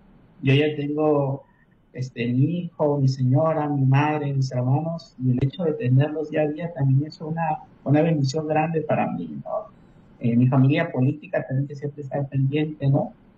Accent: Piura, Peru; yo también soy de Piura.

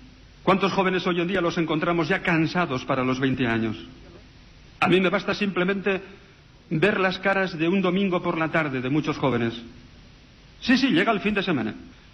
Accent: Navarre, Spain; moved away; yo soy un pueblo de la Ribera de Navarra, rico, pero inculto

